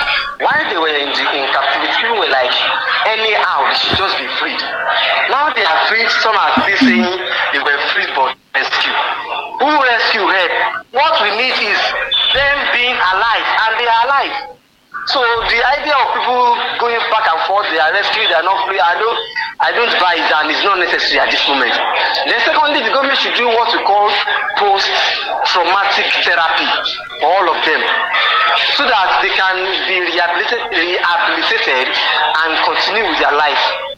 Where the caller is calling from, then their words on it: Iwuru, Nigeria; I'm calling you from Iwuru.